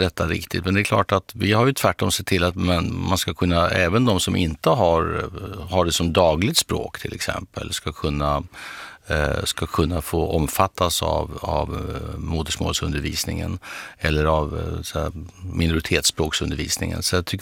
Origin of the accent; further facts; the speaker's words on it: Eskilstuna, Södermanland, Sweden; Jag kommer ju själv från Torshälla och Eskilstuna där vi har alltid haft en stor community av finskspråkiga